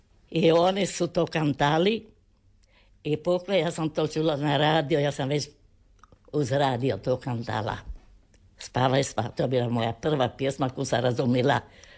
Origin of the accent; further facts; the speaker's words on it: Rakalj, Istria County, Croatia; born there; rođena sam u Raklju, 1926. godine, 1926.